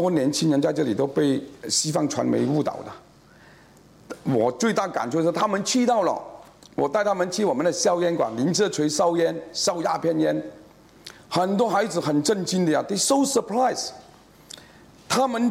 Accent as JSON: {"language": "Chinese", "country": "Malaysia", "said": "特别我们马来西亚华人，他们语言非常丰富的"}